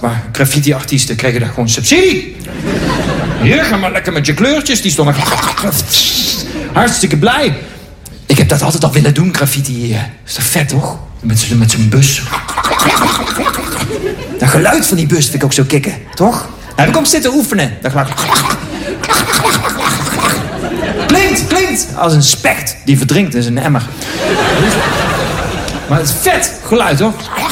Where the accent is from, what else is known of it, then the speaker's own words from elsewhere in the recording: Eindhoven, North Brabant, Netherlands; Ik kan dat niet, want ik ben opgegroeid in Eindhoven. Daar heb je ruimte zat. Daar doet niemand dat.